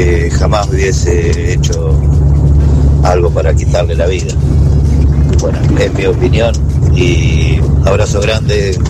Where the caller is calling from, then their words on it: Carabelas, Buenos Aires Province, Argentina; de Carabelas.